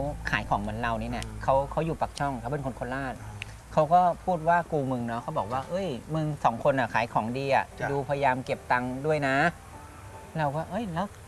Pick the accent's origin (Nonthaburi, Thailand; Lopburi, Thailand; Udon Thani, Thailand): Lopburi, Thailand; บอกอ๋อบ้านผมอยู่ลพบุรีอยู่ลำลายที่ไอ้ผมเอามะนาวมาขาย